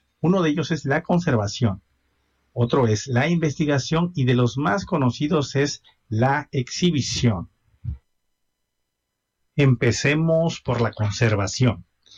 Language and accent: Spanish; Mexico; Es algo de lo que podemos estar orgullosos como mexicanos y mexicanas.